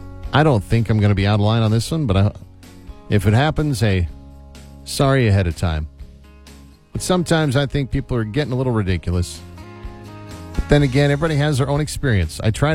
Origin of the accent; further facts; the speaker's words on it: California, United States; I think that's a growing up in SoCal thing where, for the most part, it was just kind of ride out the earthquake.